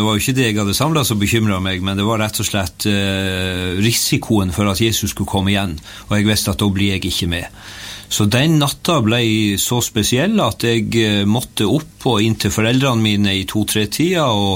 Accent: Senja, Troms, Norway; der jeg født og oppvokst på Senja og fortsatt bor.

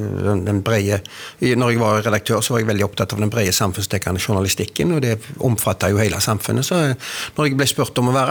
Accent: Håvik, Rogaland, Norway; Jag är från Håvik.

